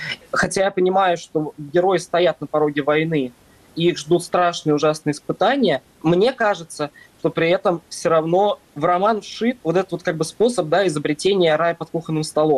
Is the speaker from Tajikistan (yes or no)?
no; Russia; now in Germany; Я уехал из России 3 января этого г